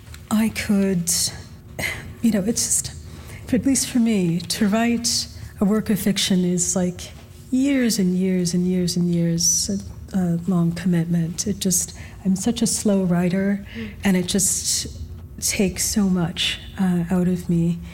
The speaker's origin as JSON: {"language": "English", "region": "Alberta", "country": "Canada", "tie": "born or raised there", "said": "born and raised in Alberta."}